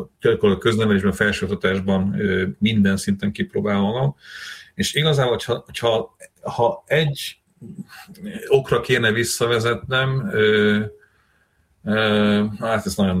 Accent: Slovakia; born or raised there; moved away as an adult; now in Hungary

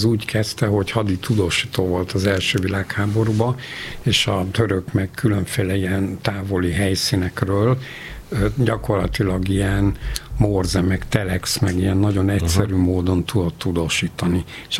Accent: Hungary; Én nagyon büszke vagyok, hogy magyar vagyok

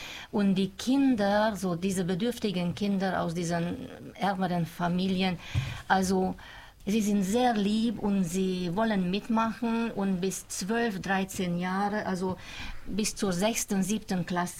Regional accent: Mezőtúr, Jász-Nagykun-Szolnok, Hungary; born there; German is a second language; es wäre so schön, diesen Projekt auch auf meine Geburtsstadt Mesotur auszubreiten.

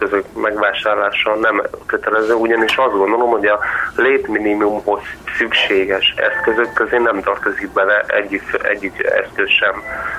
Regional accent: Esztergom, Komárom-Esztergom, Hungary; born there; 93-ban Esztergomorra születtem

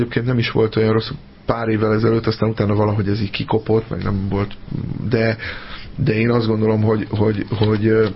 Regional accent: Eger, Heves, Hungary; Igen, ott nőttem fel, és amikor én Egerben gyerek voltam, fiatal, tinédzser, akkor volt körülbelül 8 olyan hely, ahol Nagyvászon lehetett filmet nézni.

